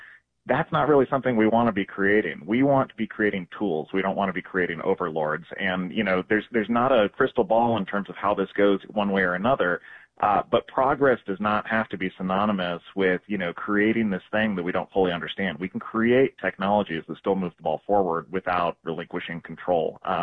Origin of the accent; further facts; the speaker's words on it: Billings, Montana, United States; I'm from Billings originally